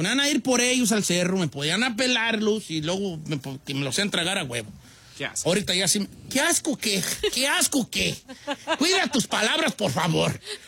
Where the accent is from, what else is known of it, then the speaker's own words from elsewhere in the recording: Michoacán, Mexico; Hasta yo que soy de Michoacán voy a defender eso.